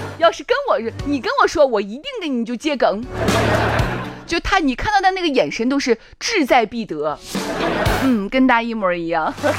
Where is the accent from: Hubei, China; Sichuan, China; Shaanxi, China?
Shaanxi, China; 我以后就唱我们陕西人的歌